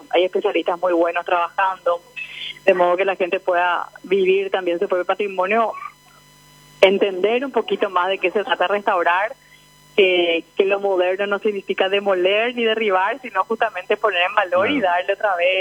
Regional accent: Paraguay

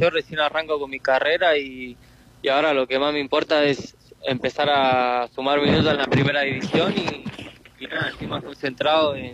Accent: Argentina; pero yo soy argentino, ¿viste?

